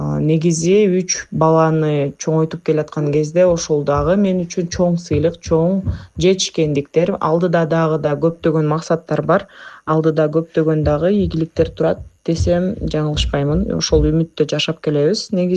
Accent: Kyzyl-Adyr, Talas Region, Kyrgyzstan; born or raised there

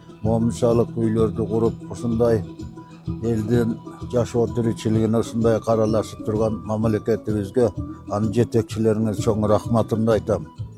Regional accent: Kochkor, Naryn Region, Kyrgyzstan; Эми айлана мен өзүм ушул эле кочкорлукмун. Караңгы эме Ормонкон айылынан келгем

